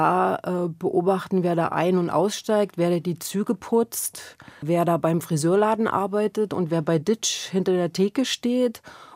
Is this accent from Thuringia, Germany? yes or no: yes; Altenburg, Thuringia, Germany; Ich komme aus Altenburg, aus einer Kleinstadt.